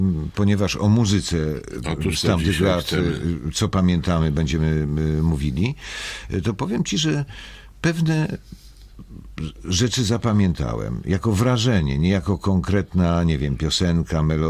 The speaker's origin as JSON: {"language": "Polish", "town": "Sosnowiec", "region": "Silesian Voivodeship", "country": "Poland", "said": "Ja z Sosnowca i to była troszkę mniejsza, to nie aglomeracja, tylko miasto."}